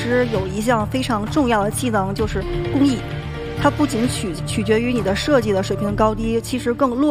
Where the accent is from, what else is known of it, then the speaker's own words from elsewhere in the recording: Beijing, China; 我是北京姑娘。